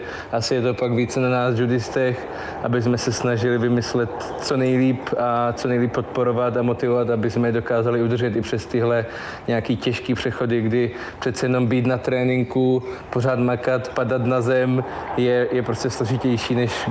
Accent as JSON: {"language": "Czech", "region": "Zlín Region", "country": "Czechia", "said": "jsem mohl nést vlajku ještě za Zlínský kraj, jsem hrdý na to, odkud pocházím"}